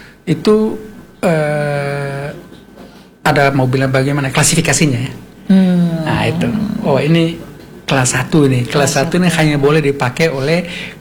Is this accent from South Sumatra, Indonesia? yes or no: no; East Nusa Tenggara, Indonesia; Wolobobo itu kampung saya tuh.